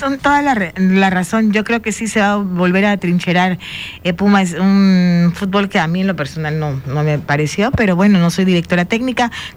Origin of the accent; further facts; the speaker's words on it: Costa Rica; Y yo soy tica, gracias, amigo.